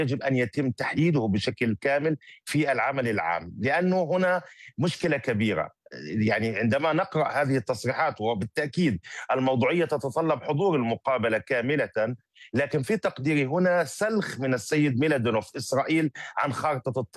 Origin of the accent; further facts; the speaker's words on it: Palestine; نحن كشعب فلسطيني